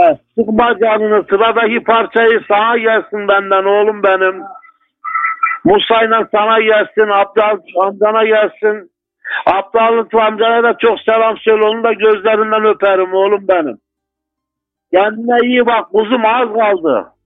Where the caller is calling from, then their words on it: Ceyhan, Adana, Turkey; Ben Adana Ceyhan'dan arıyorum abi.